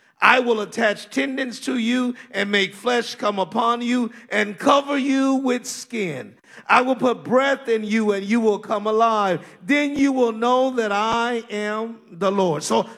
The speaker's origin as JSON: {"language": "English", "region": "Kansas", "country": "United States", "accent": "country", "moved": "yes", "lives_now": "Brooklyn, United States", "said": "I'm from Kansas. I know I pastor in Brooklyn, but I'm from Kansas, so sometimes, you know, my country accent gets in the way."}